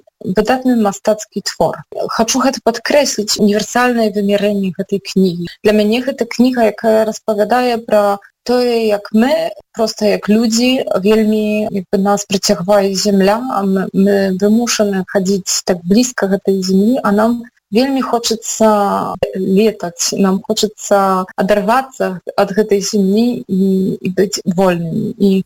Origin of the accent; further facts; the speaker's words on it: Podlaskie Voivodeship, Poland; я родом з Подляша, і напевно це сімейні корені, і Подляша саме по собі повпливало на те, що мені після вже доволі легко доводилося вчитися і говорити